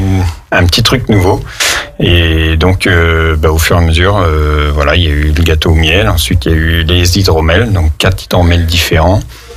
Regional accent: Bourgogne-Franche-Comté, France; now in Savoie, France; moi je suis de Bourgogne, je me suis installé en Savoie

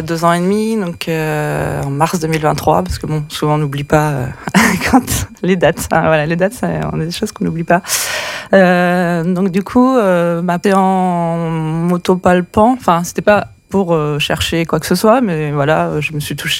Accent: Tours, Centre-Val de Loire, France; also born or lived in Drôme; Et avant ça, je suis originaire de Tours, bon, Château de la Loire.

